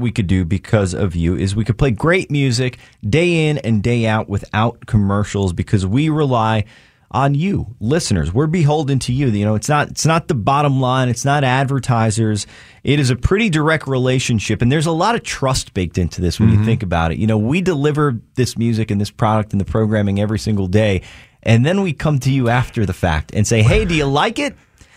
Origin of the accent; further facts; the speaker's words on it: Tunkhannock, Pennsylvania, United States; I heard you thank Anna from Tuckhannock. It is so cool to know that others in this area and from my hometown, too.